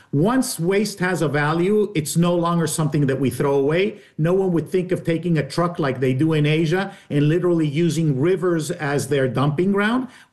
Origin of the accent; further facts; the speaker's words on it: Colombia; I'm originally from Colombia.